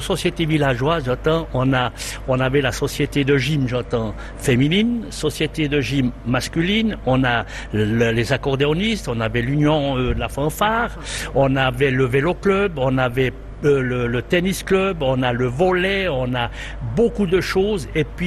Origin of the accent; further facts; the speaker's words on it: Péry, Bern, Switzerland; Non, je suis de Péry.